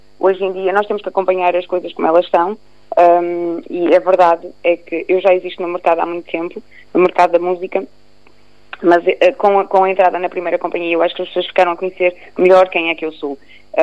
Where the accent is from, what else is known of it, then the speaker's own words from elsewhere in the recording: Minho, Portugal; eu estou a homenagear também as minhas raízes, como minhota que sou.